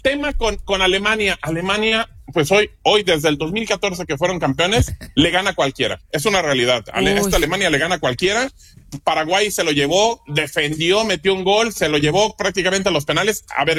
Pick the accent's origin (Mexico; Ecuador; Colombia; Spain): Mexico; No puedes como persona mexicana apoyar a Argentina.